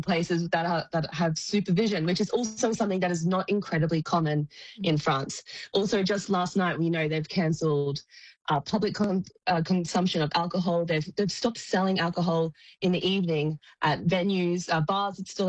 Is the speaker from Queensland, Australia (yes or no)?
yes; Queensland, Australia; I'm not just from Queensland. I'm from central Queensland.